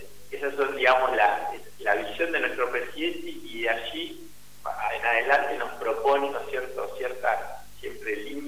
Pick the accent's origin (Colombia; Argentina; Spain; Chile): Argentina; Caleta Olivia, Santa Cruz; muy distinta a de donde yo vengo, ¿no? Como bien dijo Juan, Caleta Olivia, la provincia de Santa Cruz, la Patagonia, la estepa, la meseta